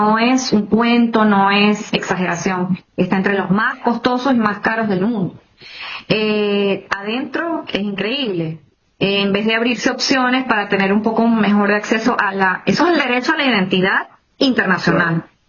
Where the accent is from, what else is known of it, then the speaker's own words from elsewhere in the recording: Venezuela; pasa que nosotros como venezolanos, hasta que no nos tocó en carne propia y ver nuestro propio dolor y nuestra gente